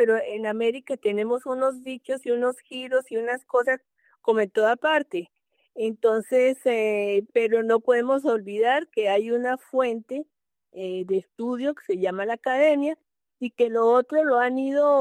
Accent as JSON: {"language": "Spanish", "region": "Bogotá", "country": "Colombia", "said": "ya casi no quedamos. Somos poquitos los bogotanos."}